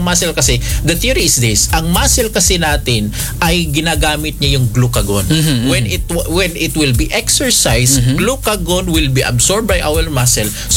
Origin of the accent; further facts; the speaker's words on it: Mindanao, Philippines